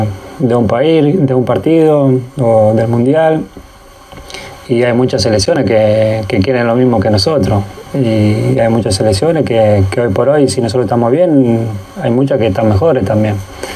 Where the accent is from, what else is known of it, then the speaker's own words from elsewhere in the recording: Argentina; Hablo como gente, como país, como argentino.